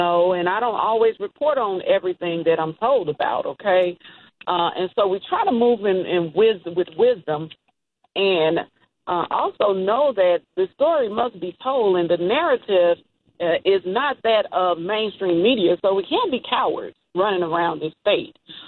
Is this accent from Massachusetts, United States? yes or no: no; Mississippi, United States; growing up in Mississippi and being from Mississippi, you know, there's this courage that goes along with traveling and being a part of this great state.